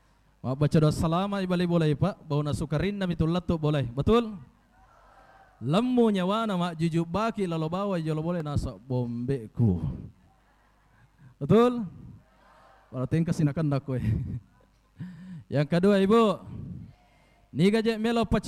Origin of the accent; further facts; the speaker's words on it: Belawa, South Sulawesi, Indonesia; now in Pinrang, Indonesia; Saya ini Pak Ibu, saya asli orang Belawa. Sudah 15 tahun tinggal di Pinrang.